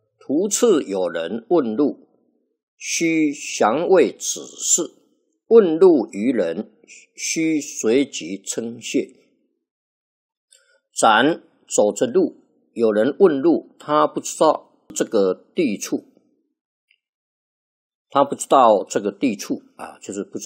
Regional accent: Taichung, Taiwan; 他是彰化人，我们是台中人

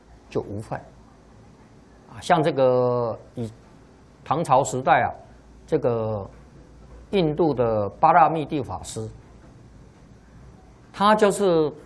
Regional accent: China; 那么我们中国人呢、啊，才有因缘啊，看到《楞严经》

